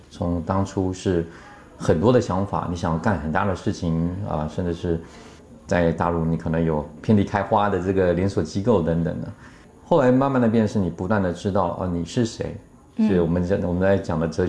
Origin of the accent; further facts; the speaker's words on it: Taipei, Taiwan; moved away as an adult; now in Nanjing, China; 我在台北现在的信义计划区，也就是我们知道的台北101周边的整个商圈，那个时候我是小时候在那边骑脚踏车